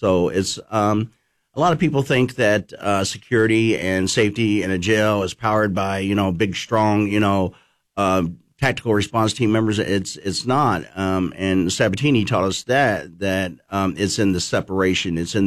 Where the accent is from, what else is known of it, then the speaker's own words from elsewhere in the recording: Louisville, Kentucky, United States; born there; moved away as an adult; now in Lexington, United States; Louisville, yes, sir.